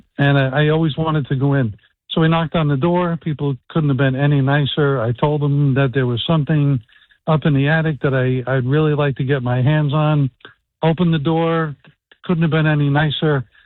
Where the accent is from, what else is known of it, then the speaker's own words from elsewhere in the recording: Hazlet, New Jersey, United States; now in Old Bridge, United States; the childhood home I grew up in Hazlitt.